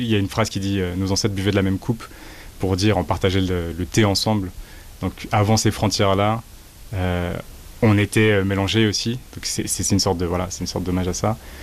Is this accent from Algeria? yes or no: yes; Algeria; Bah je suis algérien du coup, j'ai souvent été en Algérie mais aussi au Maroc.